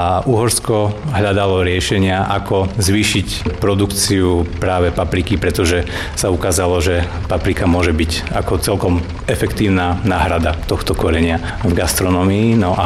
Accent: Levoča, Prešov Region, Slovakia; born there; ako Levočan rodený

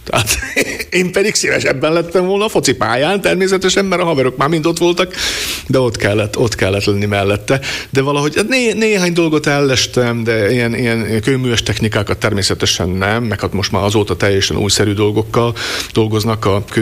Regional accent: Košice Region, Slovakia; born or raised there; moved away as an adult

